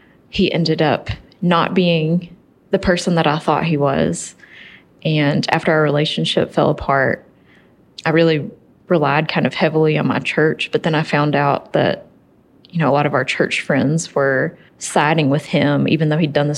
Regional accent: Virginia, United States; I was born and raised in Tazewell County, Virginia. My family's from Buchanan County.

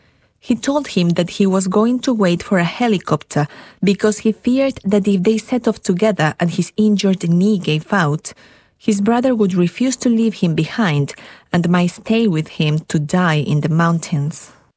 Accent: Abkhazia, Georgia; born and raised in Abkhazia.

